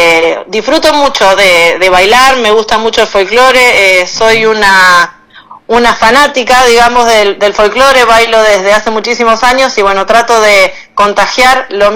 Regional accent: Santa Fe province, Santa Fe, Argentina; now in Ferré, Argentina; yo soy oriunda de La Bordeboy, provincia de Santa Fe

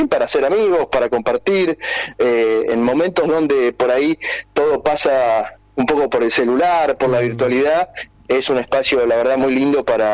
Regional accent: El Bolsón, Río Negro, Argentina; soy del Bolsón

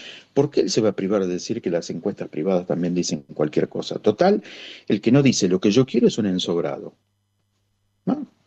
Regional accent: Buenos Aires, Argentina; como ciudadano porteño o medio

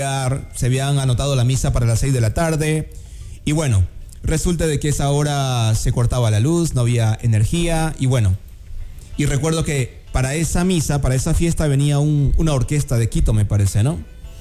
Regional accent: Bolivia; now in Ecuador; vengo de Bolivia, ¿no? Que es un país incluso más subdesarrollado que Ecuador.

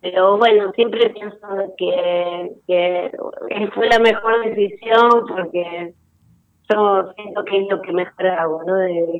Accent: Buenos Aires, Argentina

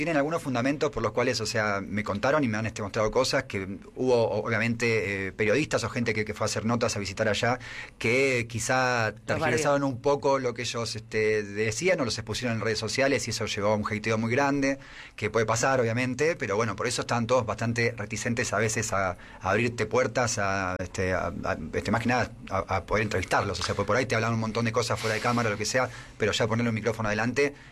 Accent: Argentina; repensarnos como argentinos

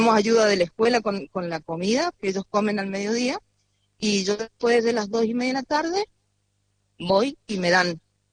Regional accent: Mendoza, Argentina; now in San Luis, Argentina; Yo soy de Mendoza, hace 24 años que estoy acá en San Luis.

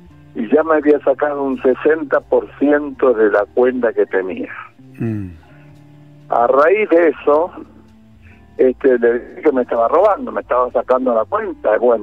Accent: Caseros, Buenos Aires Province, Argentina

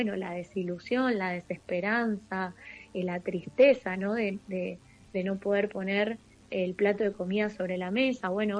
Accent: Argentina; ¿Quién en la Argentina no quiere vivir mejor? Y a mí me pasa como joven argentina

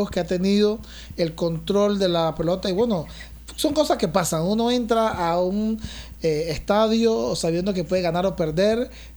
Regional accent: Panama; me imagino que como somos panameños, ayer lloramos

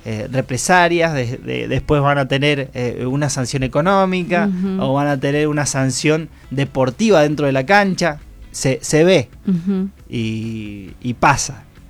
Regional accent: San Rafael, Mendoza, Argentina; el San Rafaelino siempre se caracterizó por ser deportista neto.

